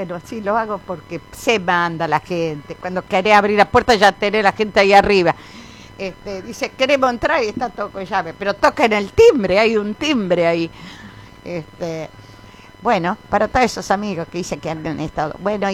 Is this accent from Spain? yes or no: no; Argentina; también somos argentinos.